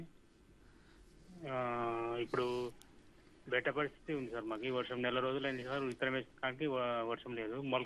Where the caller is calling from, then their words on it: Jogulamba Gadwal district, Telangana, India; మాది జోగులమ్మ గద్వాల జిల్లా ఐదుమండలం సార్.